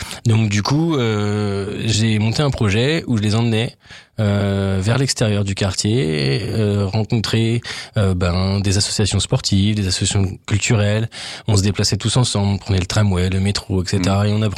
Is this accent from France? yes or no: yes; Reims, Grand Est, France; also born or lived in Lille; Et donc, quand je suis revenu de Lille, parce que bon, j'avais pas fait le tour, mais j'avais d'autres propositions sur Reims, et puis voilà, Reims, c'est ma terre natale.